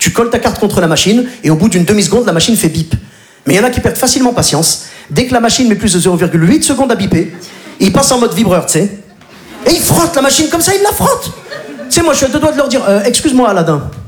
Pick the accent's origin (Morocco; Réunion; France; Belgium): Morocco; Donc vous l'aurez compris … je suis originaire du Maghreb, du Maroc plus précisément.